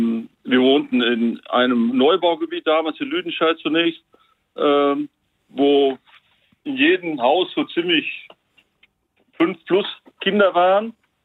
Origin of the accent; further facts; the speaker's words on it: Netherlands; now in Germany; Aber es war halt mein Vaterland, die Niederlande, aber das hier, das Sauerland, ist meine Heimat.